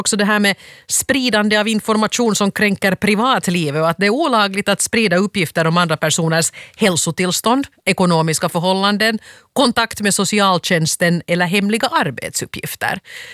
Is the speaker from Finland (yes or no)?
yes; Finland